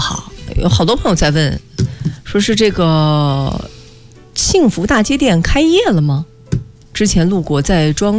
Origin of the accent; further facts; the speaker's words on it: Beijing, China; 我们北京的烤鸭